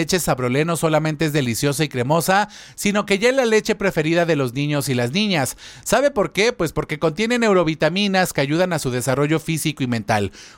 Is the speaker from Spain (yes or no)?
no; Mexico; De por sí dicen que así somos los mexicanos, ¿no?